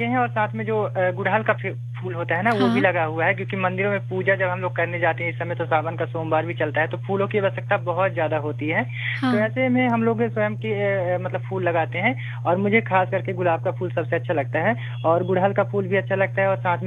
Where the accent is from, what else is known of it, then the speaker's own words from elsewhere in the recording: Madhya Pradesh, India; और मैं जिस इलाके से बिलोंग करता हूँ ये आदिवासी बहुल क्षेत्र है, यहाँ पे पेड़ पौधों की संख्या बहुत ज्यादा तादाद में होती है मैडम